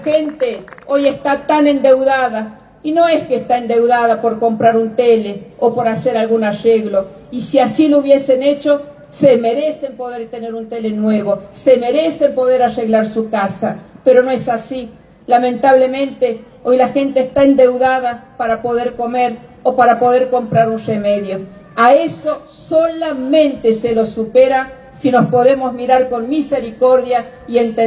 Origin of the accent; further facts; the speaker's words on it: La Rioja, Argentina; somos riojanos y riojanas